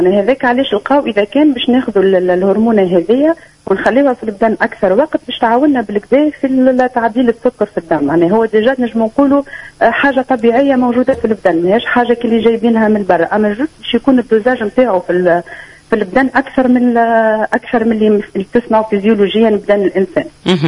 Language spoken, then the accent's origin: Arabic; Tunisia; عندنا في تونس